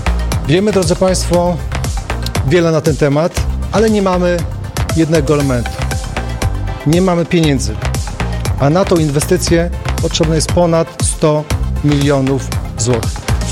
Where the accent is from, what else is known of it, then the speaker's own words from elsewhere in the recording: Podlaskie Voivodeship, Poland; U nas na Podlasiu